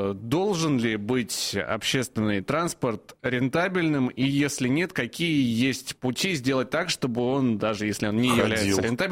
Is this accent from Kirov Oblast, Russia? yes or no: no; Moscow Oblast, Russia; я из Подмосковья на работу там тоже приезжаю